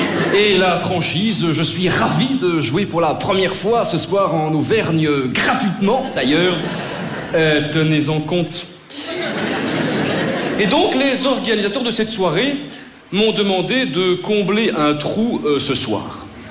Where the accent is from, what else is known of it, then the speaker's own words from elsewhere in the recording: Brussels, Brussels-Capital Region, Belgium; born there; Je suis né à Bruxelles. Je suis un humoriste belge